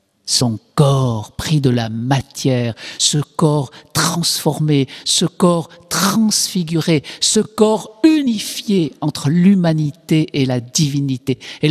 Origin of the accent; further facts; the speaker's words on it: Switzerland; vous savez qu'en Suisse, comme je suis suisse, hein, il est permis de faire appel à un service assisté